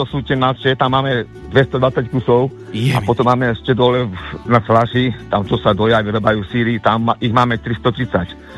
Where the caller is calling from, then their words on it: Muránska Dlhá Lúka, Banská Bystrica Region, Slovakia; presne ešte sme Muránska Dlhá Lúka.